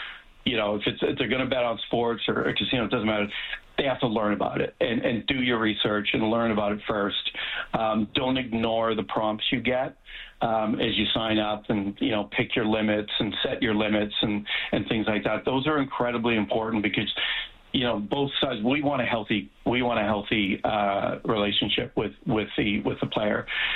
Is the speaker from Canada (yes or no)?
yes; Western Canada, Canada; now in Toronto, Canada; I'm from Western Canada, even though I'm speaking from Toronto, born and raised in Western Canada.